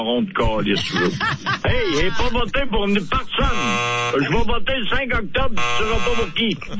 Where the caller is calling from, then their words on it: Quebec, Canada; Je suis un Français. Je suis un Québécois français.